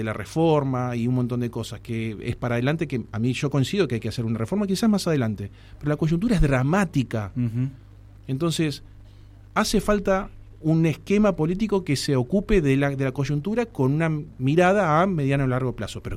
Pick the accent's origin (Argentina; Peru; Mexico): Argentina; Tierra del Fuego; A ver, nosotros realmente somos fueguinos